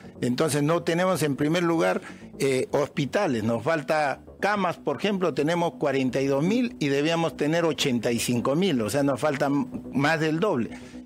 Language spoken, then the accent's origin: Spanish; Arequipa, Peru; Yo soy arequipeño